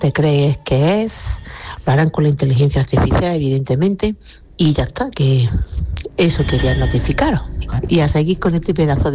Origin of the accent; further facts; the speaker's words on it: Granada, Andalusia, Spain; now in Padua, Italy; Vale, soy de Granada y vivo en Padua, súper fan vuestra